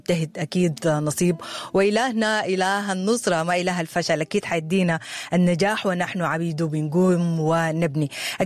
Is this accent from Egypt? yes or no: no; Sudan; وإحنا كلنا كسودانيين